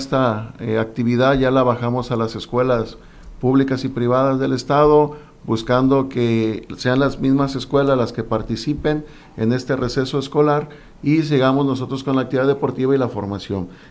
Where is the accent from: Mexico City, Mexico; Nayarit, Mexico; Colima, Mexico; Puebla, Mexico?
Nayarit, Mexico; Santiago Ixcuintla; now in Tepic, Mexico; pues yo soy nuevo aquí en Tepic, ¿no? Yo soy de Santiago Escuintla